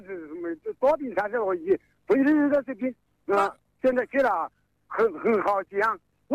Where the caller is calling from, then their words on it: Xiantao, Hubei, China; 对，仙桃。